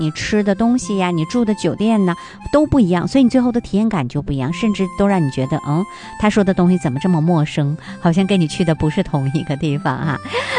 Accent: Harbin, Heilongjiang, China; 咱们东北人、哈尔滨人

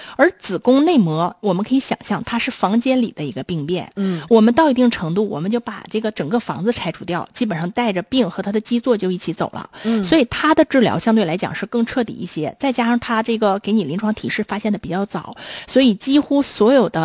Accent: China

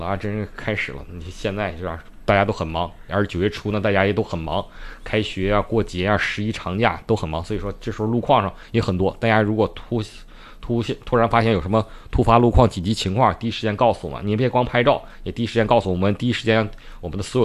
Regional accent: Northeast China, China; accent: Northeastern (Dongbei) dialect

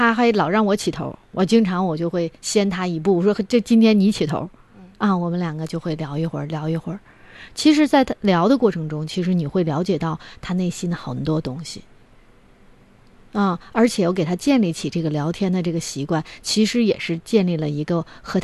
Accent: China

